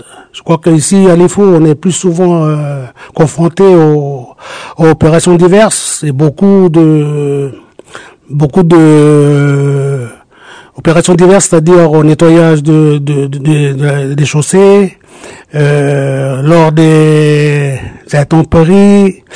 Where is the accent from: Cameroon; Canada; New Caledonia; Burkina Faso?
New Caledonia; Païta, South Province; À la Grande Terre, on est souvent, je viens de Païta, après j'étais à Yaté.